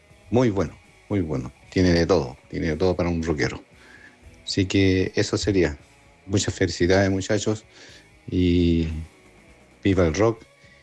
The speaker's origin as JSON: {"language": "Spanish", "town": "Santiago", "region": "Santiago Metropolitan Region", "country": "Chile", "lives_now": "Iquique, Chile", "said": "Radicado actualmente en Iquique, pero soy de Santiago, Conchalí."}